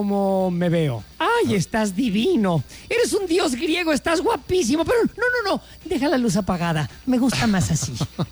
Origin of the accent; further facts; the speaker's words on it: Mexico; ¿Somos felices los mexicanos en el sexo?